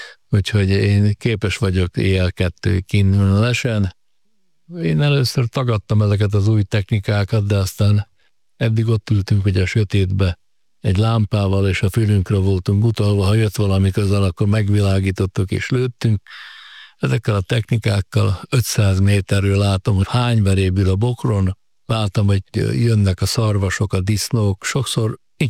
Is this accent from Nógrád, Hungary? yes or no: yes; Nagybátony, Nógrád, Hungary; Hát a Nógrád megyének a keleti végéből származom, nagybátonyi vagyok, a gyerekkoromat az Agydorónál az erdő közepén töltöttem